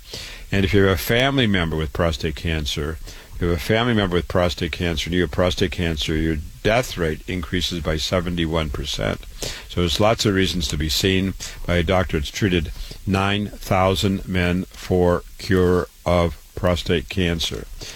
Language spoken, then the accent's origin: English; Waterloo, Iowa, United States; I was born and raised in Waterloo, Iowa. I went to public schools